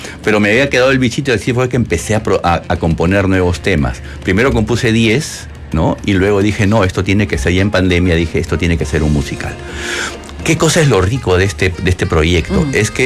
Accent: Peru

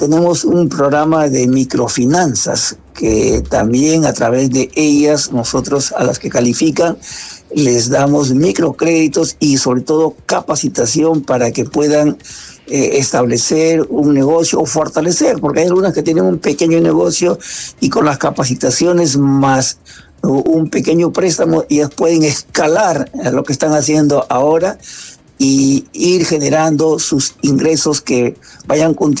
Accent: Peru; A nosotros como peruanos nos queda hacer la nuestra

